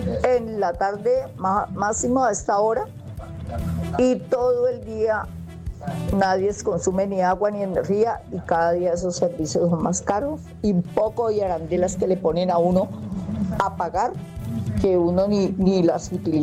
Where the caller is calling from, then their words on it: Valle del Cauca, Colombia; Yo vivo en Poblado Campestre.